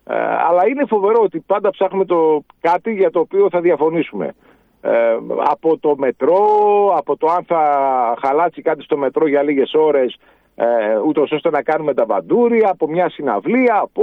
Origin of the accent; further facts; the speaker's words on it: Greece; ως Έλληνες